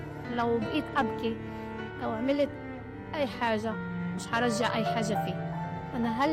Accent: Gaza, Gaza Strip, Palestine; أنا فخورة جداً إني أنا امرأة فلسطينية فخورة إني بنت غزة

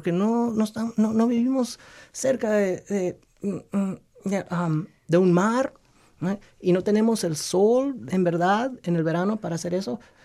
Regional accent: Los Angeles, California, United States; hablamos español en casa y crecí con culturas muy centroamericanas, pero en verdad yo crecí en Los Ángeles.

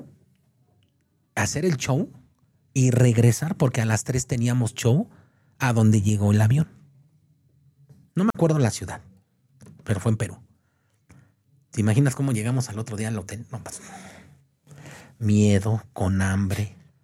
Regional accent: Puerto Rico; Ustedes no son peruanos, ¿verdad? No, somos boricuas, ¿no?

